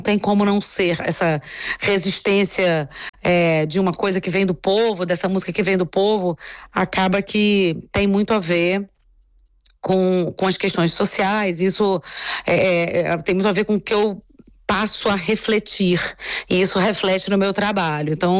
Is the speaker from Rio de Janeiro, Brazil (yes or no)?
yes; Rio de Janeiro, Brazil; eu sou do Rio